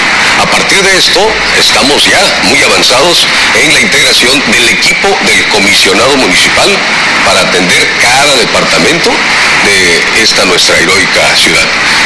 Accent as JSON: {"language": "Spanish", "town": "Juchitán", "region": "Oaxaca", "country": "Mexico", "said": "somos de Juchitán"}